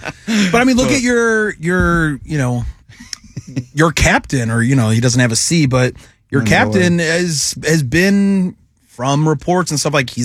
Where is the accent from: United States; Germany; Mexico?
United States; I'm an American.